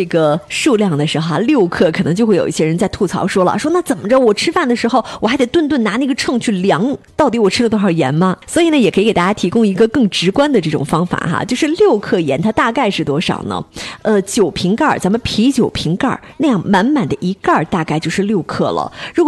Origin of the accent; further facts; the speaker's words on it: China; 我们中国人